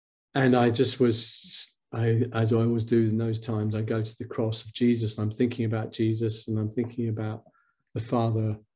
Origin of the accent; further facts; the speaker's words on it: London, United Kingdom; I grew up in London. I still am a Londoner, but South London was a bit edgy when I was growing up, if you know what I mean.